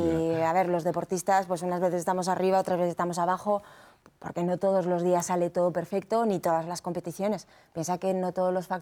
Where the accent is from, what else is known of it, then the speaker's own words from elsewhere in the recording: Aragon, Spain; soy muy aragonesa.